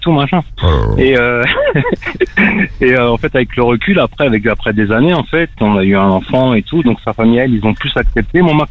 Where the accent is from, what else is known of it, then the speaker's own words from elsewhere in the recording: Kabylie, Algeria; J'ai une sœur, elle est mariée avec un Algérien oranais. Et nous, on est Kabyle.